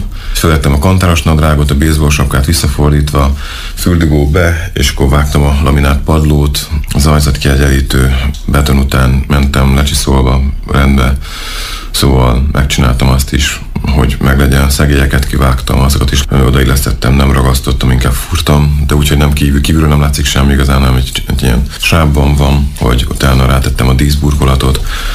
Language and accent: Hungarian; Tiszántúl, Hungary; Elindultam, nem is Debrecenbe elsősorban, én tiszántúli vagyok, hanem elindultam Sárospatakra.